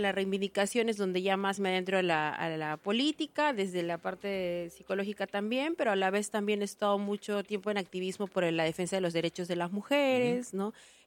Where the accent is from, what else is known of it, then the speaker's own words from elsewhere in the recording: Tacna, Peru; also born or lived in Arequipa; estudié en la San Agustín de Arequipa, pero soy de Tacna.